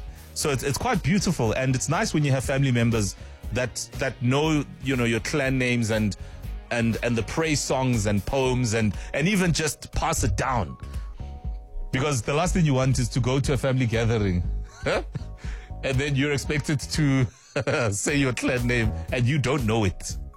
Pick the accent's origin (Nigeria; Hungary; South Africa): South Africa